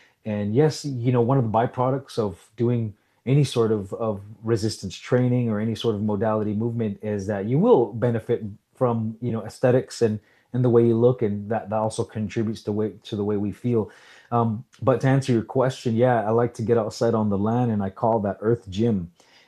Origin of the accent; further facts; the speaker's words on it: Salt River, Arizona, United States; born or raised there